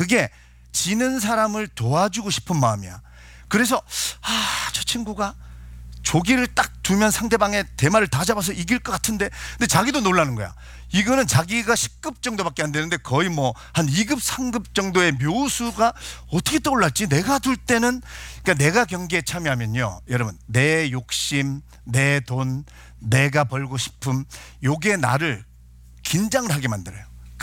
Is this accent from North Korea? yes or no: no; Sangju, North Gyeongsang, South Korea; moved away; 제 고향이 경북 상주예요.